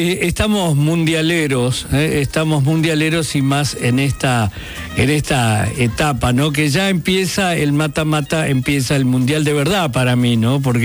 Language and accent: Spanish; Paraguay; me hubiera gustado que me llamen más por mi trayectoria de actor, claro, que como paraguayo opinando, igual opinó de la selección de fútbol